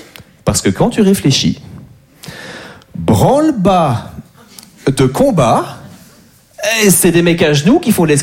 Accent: Belgium; Les Français, même si je suis belge, hein, et que donc légalement, vous le savez, je suis tenu de vous détester un minimum

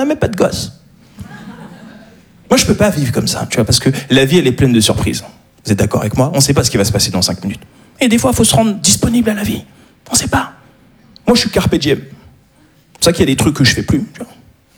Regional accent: Paris, Île-de-France, France; Je suis un Parisien, voilà ce que je suis.

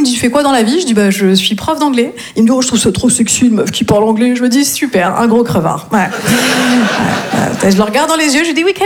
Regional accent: Grand Est, France; also born or lived in Nancy; now in Marseille, France

